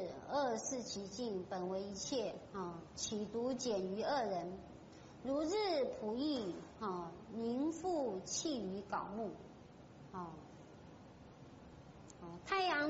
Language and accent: Chinese; China; 我们中国人讲的是儒家思想，哈，仁义道德。好，如果在宗教的这一方面呢，当然比较适合我们中国人是佛教这一环。